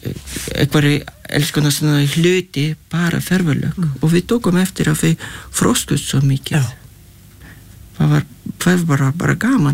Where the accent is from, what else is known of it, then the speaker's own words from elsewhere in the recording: Lithuania; Icelandic is a second language; now in Iceland; og við vorum alinn upp í Litáin og með gott sumarvefur og alvöru sumar